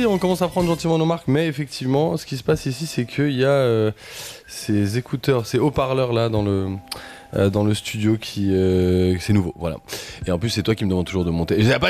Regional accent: Geneva, Switzerland; Et c'est pas parce qu'on est genevois

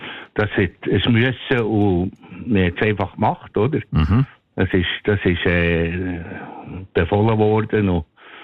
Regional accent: Leissigen, Bern, Switzerland; now in Burgistein, Switzerland; Ich bin in Burg, in Leissig am Thunersee aufgewachsen.

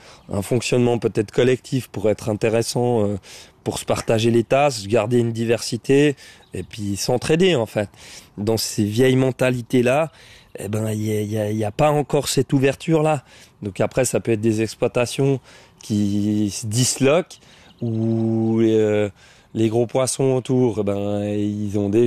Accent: Versoix, Geneva, Switzerland; Je suis originaire de Versoix. J'ai grandi dans la cité.

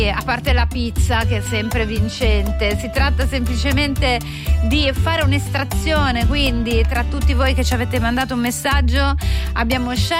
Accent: Poschiavo, Graubünden, Switzerland; accent: Poschiavo dialect; mi spiace per la pronuncia, effettivamente, ma noi di Poschiavo parliamo così, è il mio dialetto.

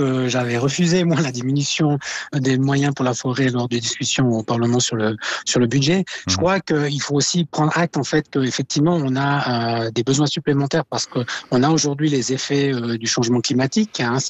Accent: Valais, Switzerland; en tant que Valaisan

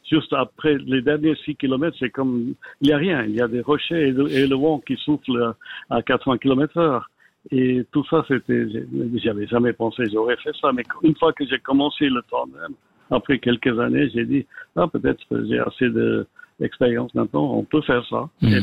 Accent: Geneva, Switzerland; born or raised there

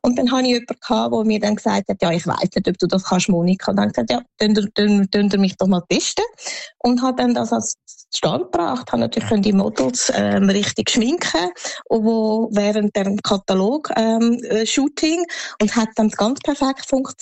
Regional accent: Switzerland; Also Schweiz ist da, wo ich geboren bin, aufgewachsen bin, in die Schule bin, die Ausbildung gemacht habe.

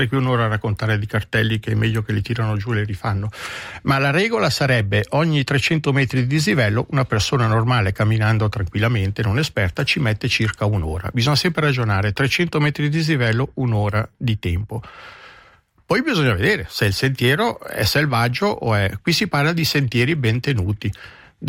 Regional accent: Ticino, Switzerland; In Ticino siamo ben organizzati

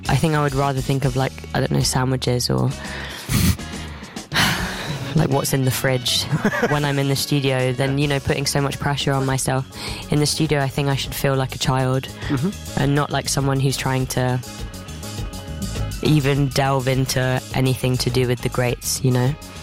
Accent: London, United Kingdom; There was no music that wasn't accessible growing up in London.

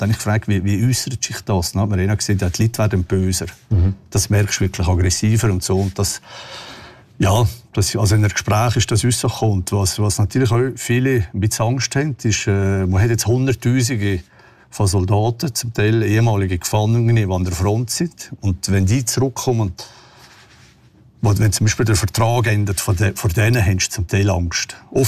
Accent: Switzerland; ich bin jetzt aus der Schweiz und die Schweiz ist offiziell ein unfreundlicher Staat.

